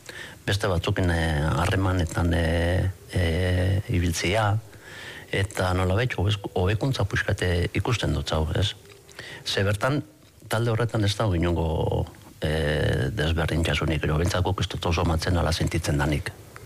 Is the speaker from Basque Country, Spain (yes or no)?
yes; Bergara, Basque Country, Spain; Bergaratik nator, Markelen aita naiz.